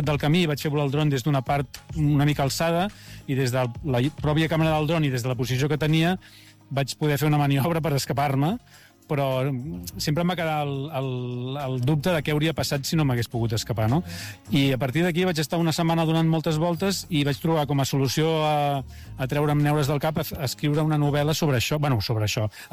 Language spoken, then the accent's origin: Catalan; Barcelona, Catalonia, Spain; moved away as an adult; now in Garrotxa, Spain; nosaltres som de Barcelona tota la vida, però fa 8 anys vam fer aquest pas de marxar cap a un poble petit de la Garrotxa